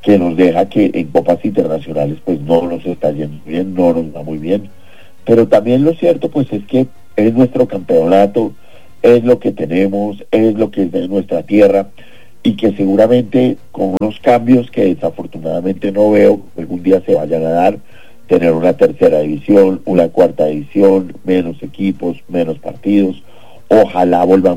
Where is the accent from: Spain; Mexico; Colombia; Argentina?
Colombia; el mensaje es que gane el que gane, seguiremos siendo colombianos. Seguiremos siendo colombianos y tendremos que salir a trabajar